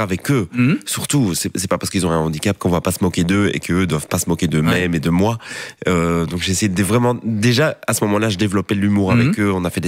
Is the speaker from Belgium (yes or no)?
yes; Ath, Wallonia, Belgium; accent: eastern Ath accent; Mais non, moi je suis de Hattin. Moi, je suis mais Hattin, on a plusieurs accents. L'accent de l'Est et l'accent de l'Ouest. Et moi, j'ai l'accent de l'Est.